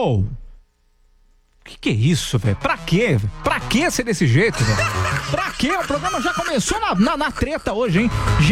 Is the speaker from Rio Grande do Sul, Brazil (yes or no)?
yes; Santana do Livramento, Rio Grande do Sul, Brazil; Sou gaúcho. Som de Santana do Livramento.